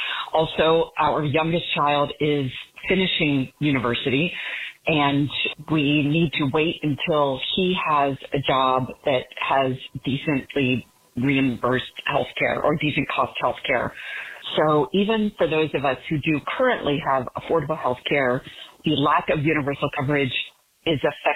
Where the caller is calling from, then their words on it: Ohio, United States; I'm calling from Ohio.